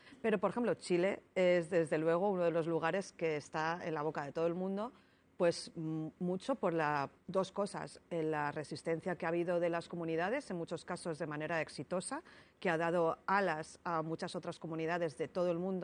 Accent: Spain; en España, de donde yo soy.

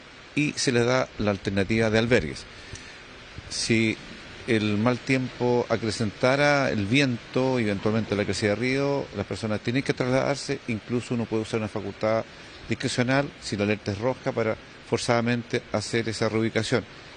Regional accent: Chile; nos unimos como chilenos

